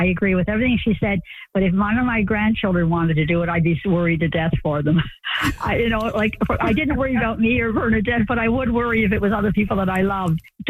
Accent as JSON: {"language": "English", "region": "Nova Scotia", "country": "Canada", "tie": "born or raised there", "said": "because we grew up in Cape Breton Island, we had a similar culture in terms of large families, people not being well off financially"}